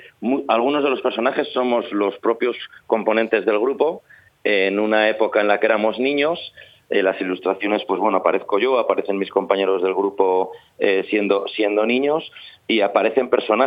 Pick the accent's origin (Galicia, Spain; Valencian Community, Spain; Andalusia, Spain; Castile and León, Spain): Castile and León, Spain; Valladolid